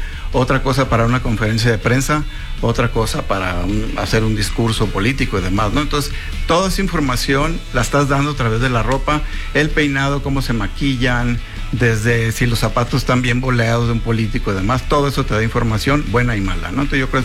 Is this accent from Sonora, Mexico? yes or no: yes; Hermosillo, Sonora, Mexico; born or raised there